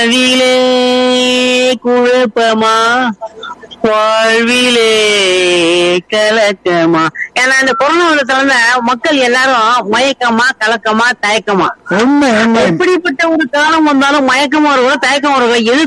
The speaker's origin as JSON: {"language": "Tamil", "town": "Kumbakonam", "region": "Tamil Nadu", "country": "India", "said": "கும்பகோணம் மாயாவளம் நடுப்புற இருக்கு. கும்பகோணம் டு மாயாறை கதிராமங்கலம்."}